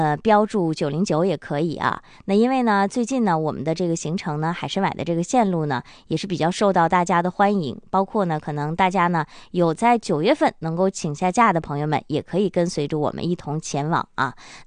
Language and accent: Chinese; Harbin, Heilongjiang, China